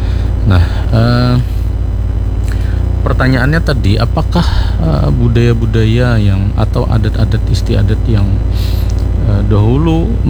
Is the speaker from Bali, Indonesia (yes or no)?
no; South Kalimantan, Indonesia; itu melekat dengan lokalitas kita sebagai orang Banjar